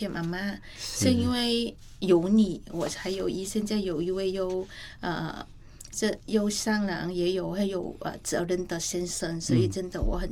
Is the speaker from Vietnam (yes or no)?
yes; Vietnam; Chinese is a second language; 是因为我们越南人是比较喜欢吃辣和酸的食物，